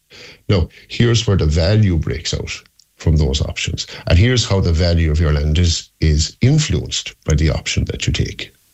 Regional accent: Galway, Connacht, Ireland; moved away; I'm originally from Galway, so I know the issue of deers around Galway.

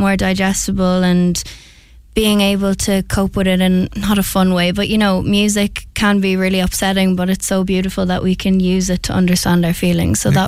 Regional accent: Ratoath, Leinster, Ireland; moved away as an adult; also born or lived in Dublin; now in Cork, Ireland; I feel like I really needed to get out of where I'm from. I love it, Meath. I'm from Ratoath and I went to school in Dublin

